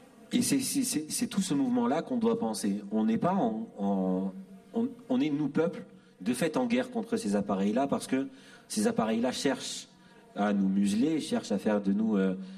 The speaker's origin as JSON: {"language": "French", "town": "Bordeaux", "region": "Nouvelle-Aquitaine", "country": "France", "said": "Moi, je viens de Bordeaux"}